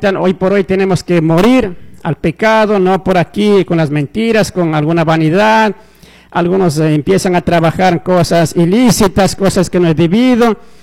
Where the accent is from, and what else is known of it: Ecuador